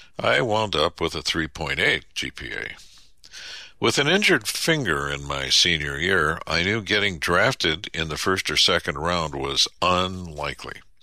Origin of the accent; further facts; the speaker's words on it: Albuquerque, New Mexico, United States; I grew up in Albuquerque, New Mexico, where we lived in a one-story brown stucco house that had boulders and dirt in the backyard.